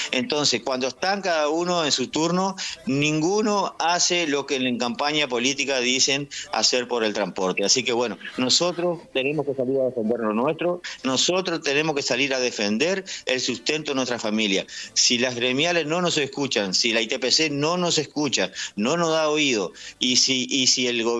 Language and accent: Spanish; Uruguay; nosotros como uruguayos tenemos que pelear por este país